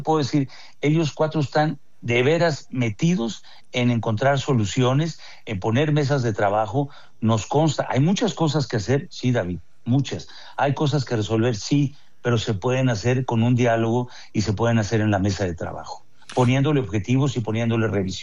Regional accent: Mexico; los mexicanos que todos los días salimos a trabajar

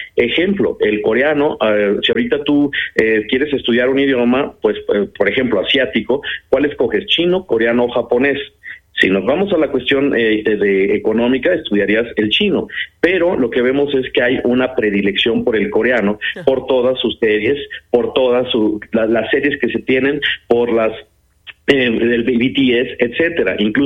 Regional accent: Mexico

